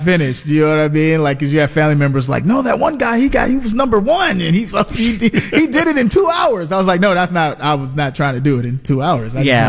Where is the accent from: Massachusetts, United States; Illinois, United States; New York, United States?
Illinois, United States; Chicago; moved away; I got to do Chicago, you know, my hometown